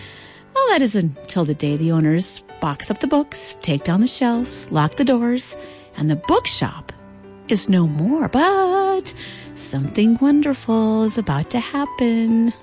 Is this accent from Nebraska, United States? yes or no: yes; Nebraska, United States; moved away; I grew up mostly in Western Nebraska, where the summers, were so hot and dry.